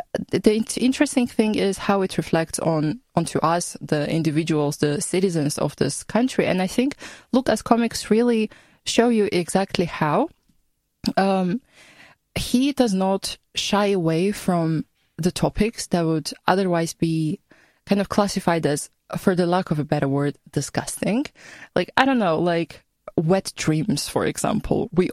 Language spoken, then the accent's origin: English; Georgia; now in Austria; As you said … I'm volunteering in Austria and I'm coming from Georgia.